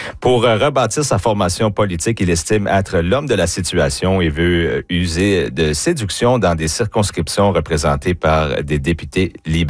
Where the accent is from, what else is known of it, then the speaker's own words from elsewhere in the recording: Acadia, Canada; also born or lived in Ottawa; Et je suis revenu en Acadie. On est bien chez nous en Acadie.